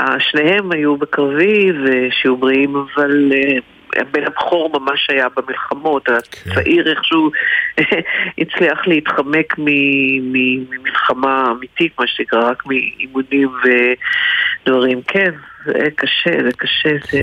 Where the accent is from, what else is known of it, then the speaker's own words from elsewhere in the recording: Tel Aviv, Tel Aviv District, Israel; בתוך העיר תל אביב שאני כל כך אוהבת. וזה התחבר לי ביחד, כי כל חיי גדלתי פה, הוריי ילדו אותי פה, ואני מאוד אוהבת את העיר